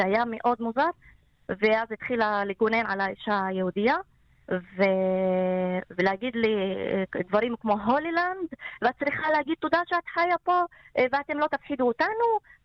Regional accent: Tayibe, Central District, Israel; first language Arabic; Hebrew is a second language; من مدينه الطيب المثلث سايبات 36

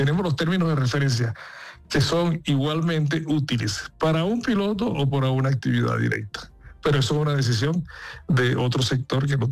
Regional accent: Caribbean Region, Colombia; now in Bogotá, Colombia; Yo que pues si bien soy del Caribe, llevo casi toda mi vida sentado en Bogotá.

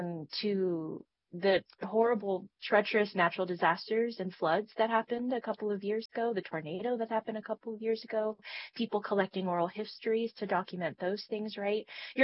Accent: El Paso, Texas, United States; now in Kentucky, United States; And I'm originally from Texas, like that's where I grew up. In El Paso, Texas.

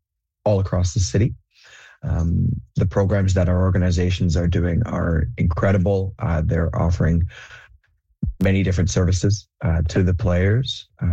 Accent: Canada; My background is English. However, I was born and raised in Canada.

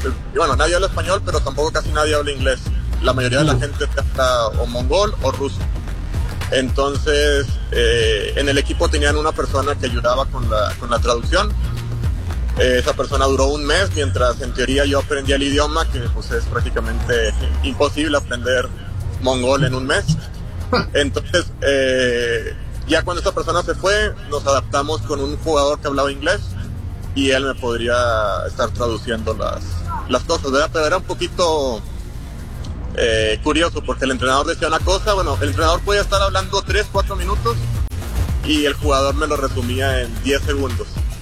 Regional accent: Mexico; Latinos hay argentinos, brasileños, Ahora ya somos tres mexicanos y europeos hay muy pocos.

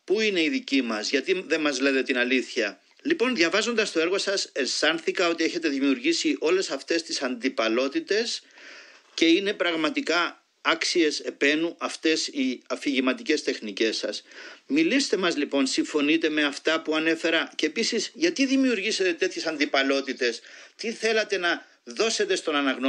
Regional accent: Cyprus; σαν Κύπριος πρόσφυγας που έχασε το σπίτι του

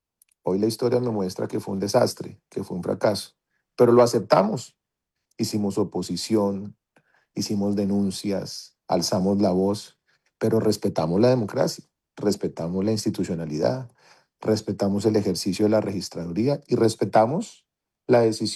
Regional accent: Colombia; somos colombianos

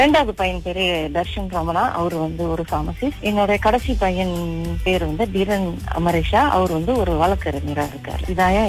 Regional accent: Kampung Pisang, Perak, Malaysia; நான் பிறந்து வளர்ந்ததெல்லாம் சும்மூர் பேராக்கல. தொடக்க காலத்துல கம்போங் பீசாங்கன்ற ஒரு கிராமத்துல வளர்ந்தேன் நானு.

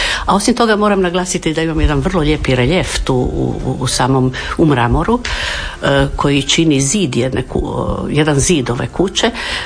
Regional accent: Imotski, Split-Dalmatia County, Croatia; Igrom slučaja sam rođena u Splitu, u to vrijeme mi smo živjeli u našoj prelijepoj vili u Imotskom.

